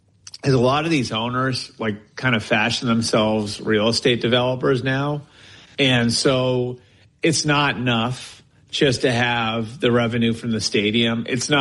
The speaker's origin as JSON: {"language": "English", "region": "New England", "country": "United States", "tie": "born or raised there", "said": "growing up in New England"}